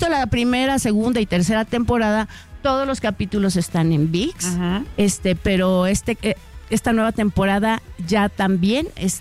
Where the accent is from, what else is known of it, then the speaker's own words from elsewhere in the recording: Mexico; tengo parte de muchas partes del mundo. Así que, y así somos. Los mexicanos somos una mezcla de tantas culturas.